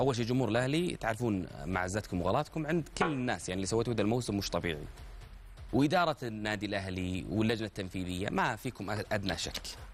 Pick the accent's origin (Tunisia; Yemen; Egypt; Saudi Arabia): Saudi Arabia; كلنا كسعوديين